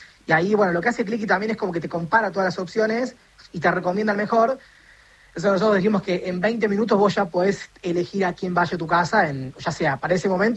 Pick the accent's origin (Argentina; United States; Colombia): Argentina; Córdoba; nosotros somos acá de Córdoba